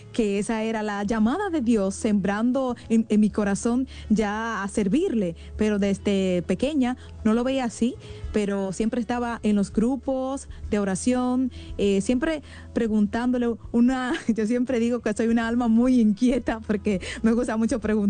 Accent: Tenares, Hermanas Mirabal, Dominican Republic; El lugar que soy de aquí, de República Dominicana, se llama Tenares

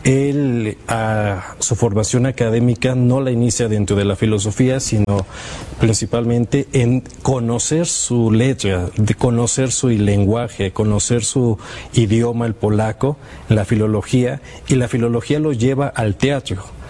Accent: Mexico; siendo más mexicanos.

